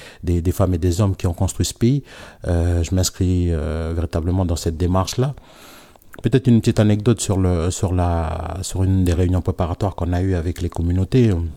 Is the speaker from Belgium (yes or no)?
no; New Caledonia; à nous, du peuple Kanak